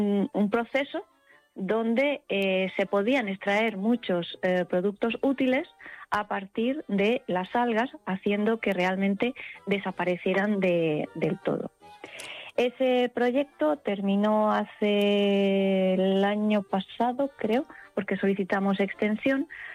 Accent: Murcia, Region of Murcia, Spain; born or raised there

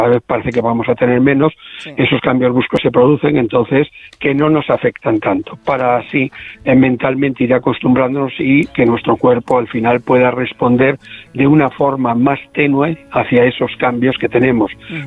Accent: Galicia, Spain; Como buen gallego voy allí.

